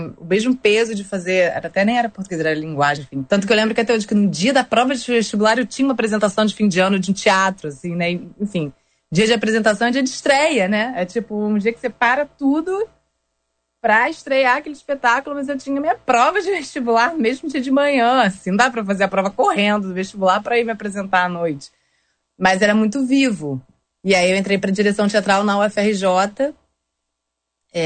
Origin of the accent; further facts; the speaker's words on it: Rio de Janeiro, Brazil; born there; nasci no Rio, de uma família, né? Minha mãe é do Rio também. Mas com a família do meu avô, que era do Sul, então tem um pouco essa coisa, né, gaúcha ali na Bahia